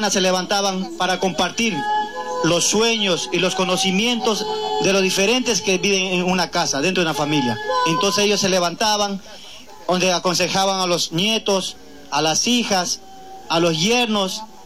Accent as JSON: {"language": "Spanish", "country": "Ecuador", "said": "nosotros somos de la comunidad de San Bartolo"}